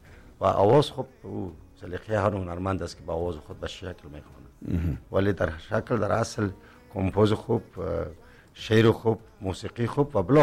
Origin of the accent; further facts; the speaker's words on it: Tajikistan; moved away; من تاجیکم